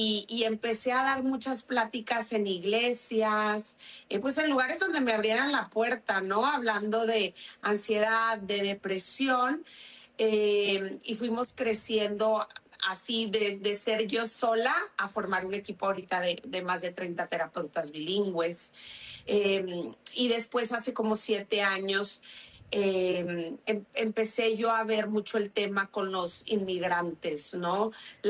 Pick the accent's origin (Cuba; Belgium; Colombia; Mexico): Mexico; Monterrey, Nuevo León; moved away as an adult; also born or lived in Spain; now in United States; Desde que nos casamos, nos fuimos de Monterrey primero a España, un par de años, y luego aquí a Estados Unidos.